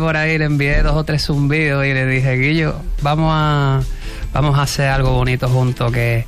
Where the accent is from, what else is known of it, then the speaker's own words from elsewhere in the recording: Cádiz, Andalusia, Spain; como somos de Cádiz